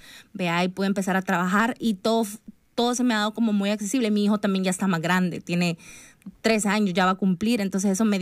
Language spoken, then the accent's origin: Spanish; El Salvador; Nosotros crecimos creyendo siempre como, ay, es que como soy de El Salvador, no se puede.